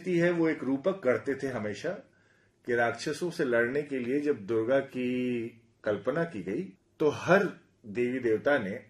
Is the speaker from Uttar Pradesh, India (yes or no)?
no; West Bengal, India; मैं एक हिंदी तर प्रदेश में मेरा बचपन बीता है, बंगाल में